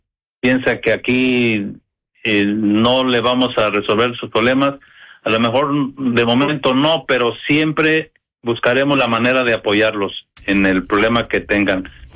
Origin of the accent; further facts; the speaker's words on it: Mexico; now in Dallas, United States; en el caso, pues, como mexicanos